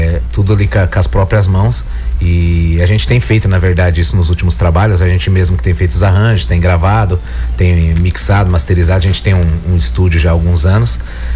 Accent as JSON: {"language": "Portuguese", "town": "Osasco", "region": "São Paulo", "country": "Brazil", "tie": "born or raised there", "lives_now": "São Paulo, Brazil", "said": "Nós somos de Osasco. Eu moro hoje na cidade de São Paulo, mas é ali divisa com Osasco, ali com o bairro onde a gente nasceu."}